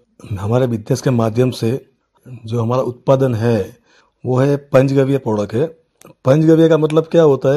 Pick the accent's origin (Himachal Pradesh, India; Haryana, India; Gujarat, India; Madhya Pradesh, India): Gujarat, India; moved away as an adult; now in Uttar Pradesh, India; और मैं गुजरात का रहने वाला हूँ।